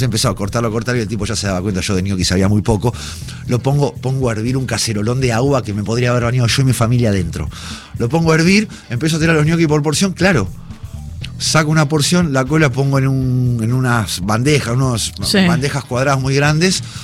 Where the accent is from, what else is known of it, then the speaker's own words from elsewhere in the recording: Buenos Aires, Argentina; born there; todo lo que nacimos en Palermo.